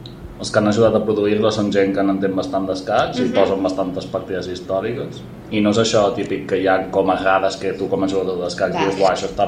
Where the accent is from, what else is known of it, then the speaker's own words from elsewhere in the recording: Arenys, Catalonia, Spain; em van apuntar al club del meu poble, Arenys.